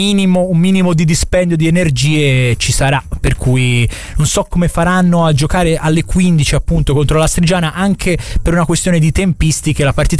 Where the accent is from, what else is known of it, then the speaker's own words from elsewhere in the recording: Antella, Tuscany, Italy; sono dell'Antella